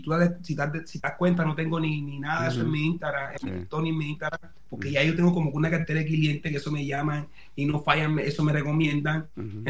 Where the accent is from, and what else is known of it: Colombia; moved away as an adult; now in Santiago, Chile